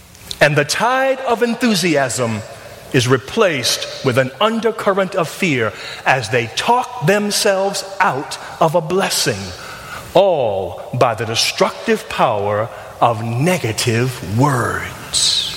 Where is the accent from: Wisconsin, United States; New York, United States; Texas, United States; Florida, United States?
New York, United States; New York City; When I was growing up in Bedford-Stuyvesant